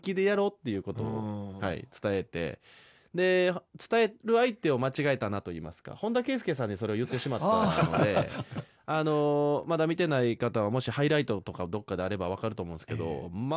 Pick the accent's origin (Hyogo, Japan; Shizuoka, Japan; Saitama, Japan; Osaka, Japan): Osaka, Japan; 大阪で育って